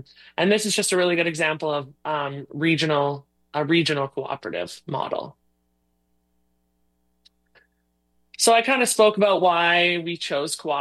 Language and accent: English; Hazlet, Saskatchewan, Canada; I started out in my hometown of Hazlett